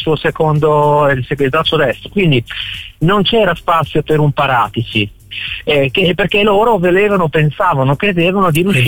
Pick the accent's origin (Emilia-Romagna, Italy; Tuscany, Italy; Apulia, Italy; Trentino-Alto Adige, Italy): Emilia-Romagna, Italy; Forlì; io sono per i tre quarti di Firenze, sono di Forlì, sono della Viola Club Marco Briganti